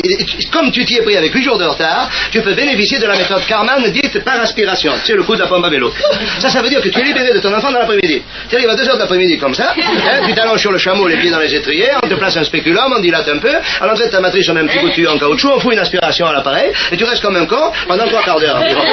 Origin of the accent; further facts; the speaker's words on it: Southern France, France; Chez nous, dans le Midi, oui, autant vous dire tout de suite que je suis du Midi.